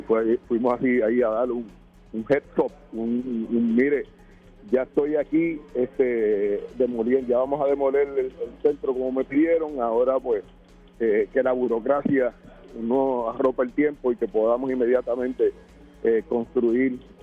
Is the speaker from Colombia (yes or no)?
no; Puerto Rico; como puertorriqueños, independientemente de la ideología